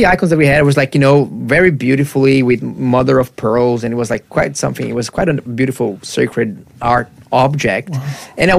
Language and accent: English; Brazil; moved away; growing up in a very Christian country, and same thing for me in Brazil. Brazil is a very Catholic country.